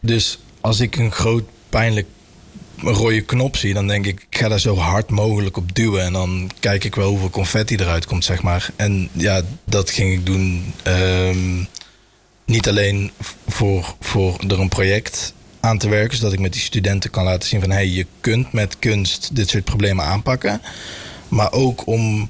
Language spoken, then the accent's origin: Dutch; Turnhout, Flanders, Belgium; also born or lived in Tilburg, Netherlands; nationaliteitsgewijs ben ik Nederland. Maar ik woon al heel mijn leven in België. Ja. Mijn ouders woonden daar voordat ik geboren was. Maar ik ben in Tilburg geboren.